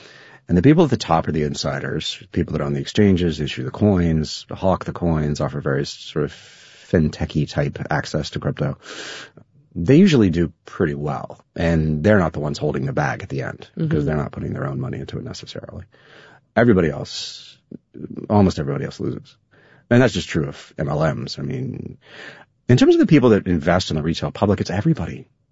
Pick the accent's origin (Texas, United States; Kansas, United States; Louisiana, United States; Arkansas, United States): Texas, United States; Austin; in my hometown of Austin, Texas.